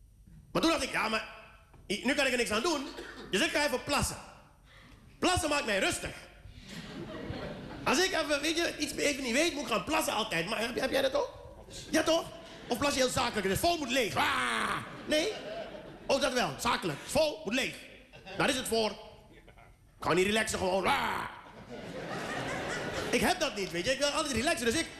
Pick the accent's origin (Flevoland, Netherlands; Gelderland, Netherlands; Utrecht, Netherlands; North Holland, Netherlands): North Holland, Netherlands; Amsterdam; Ik kom uit Amsterdam-West. Alles in Wassenaar is voor mij een kasteel.